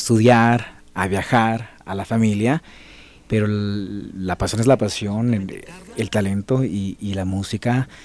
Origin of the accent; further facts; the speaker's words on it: Sonora, Mexico; now in Mexico City, Mexico; Soy de Sonora, 100% sonorense.